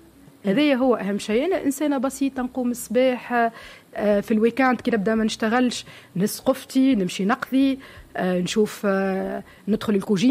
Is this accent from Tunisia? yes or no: yes; Tozeur Governorate, Tunisia; also born or lived in Tunis; نحن من الجنوب كما أنا نقول لهم راني سافرت إلى دول عديدة. بالحق نقول مشيت للقارات الكل راني كسافرت، وكي أنا مثلا نمشي لبلادي للتوزر